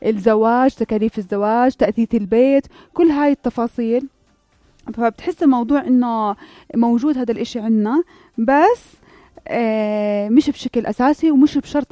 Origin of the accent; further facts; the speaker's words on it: Jordan; عندنا بالاردن بعاداتنا بتقاليدنا